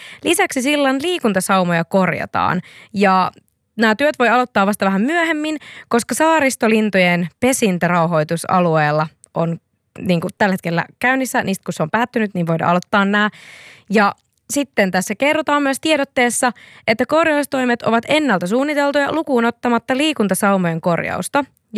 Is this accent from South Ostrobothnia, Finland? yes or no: yes; Nurmo, South Ostrobothnia, Finland; moved away; also born or lived in Tampere / Turku; kun mä muutin Nurmosta, missä olen born and raised, niin Tampereelle.